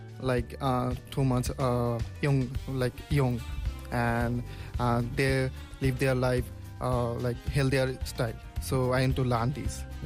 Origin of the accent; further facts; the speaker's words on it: Bangladesh; now in Busan, South Korea; I'm from Bangladesh. Right now, I'm staying here in Busan, and I continue my study.